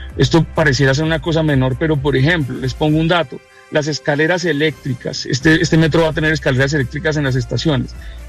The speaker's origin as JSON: {"language": "Spanish", "town": "Bogotá", "region": "Bogotá Capital District", "country": "Colombia", "tie": "born there", "said": "Bogotá es un centro donde nos encontramos quienes nacimos acá, pero también quienes han llegado acá y han decidido hacer su proyecto de vida acá."}